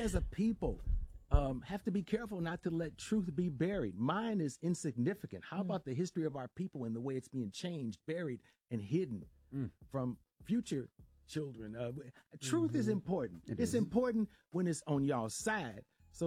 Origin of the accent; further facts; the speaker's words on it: Cleveland, Ohio, United States; Also, I'm from Cleveland. Mm. I grew up down the street from Jim Brown